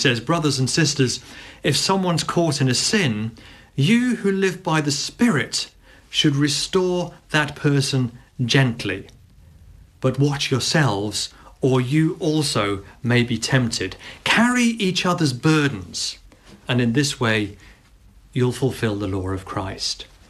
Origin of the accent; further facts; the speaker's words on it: England, United Kingdom; And it hadn't hit me because I'm English and here I'm used to it. I went to Stanborough School and we grew up in mixed races, all sorts of nationalities playing together, and it was fine.